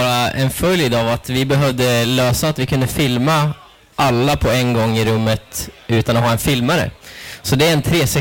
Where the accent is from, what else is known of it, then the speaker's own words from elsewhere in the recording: Åre, Östersund, Jämtland County, Sweden; now in Gothenburg, Sweden; Jag är från Åre, Östersund.